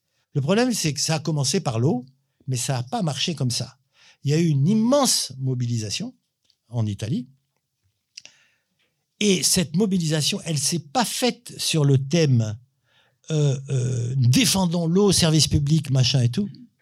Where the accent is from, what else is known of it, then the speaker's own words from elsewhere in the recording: Rabat, Rabat-Salé-Kénitra, Morocco; Moi, je suis né au Maroc, à Rabat. Bon, j'ai habité plusieurs quartiers. Et à Rabat, on avait un quartier qui s'appelait Lagdal.